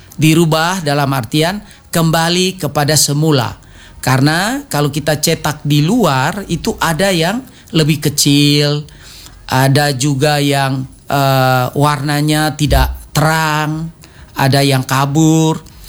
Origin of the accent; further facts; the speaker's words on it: Kupang, East Nusa Tenggara, Indonesia; kita orang Kupang